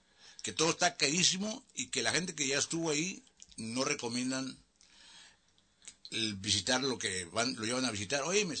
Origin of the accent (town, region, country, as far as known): Zacatecas, Mexico; born there; moved away